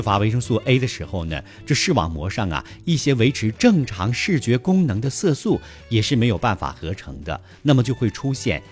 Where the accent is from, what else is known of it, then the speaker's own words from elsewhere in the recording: northern China, China; moved away; 其实我们在小的时候在北方啊